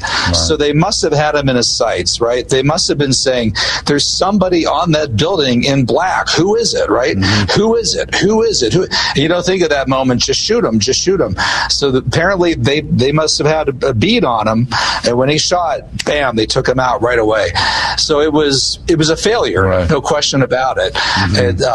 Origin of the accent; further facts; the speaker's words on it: Butler, Pennsylvania, United States; I'm actually from Butler, Pennsylvania.